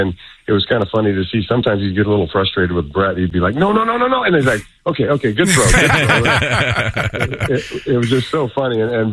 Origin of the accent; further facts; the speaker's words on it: Iowa, United States; moved away as an adult; being in the Midwest, and I was from Iowa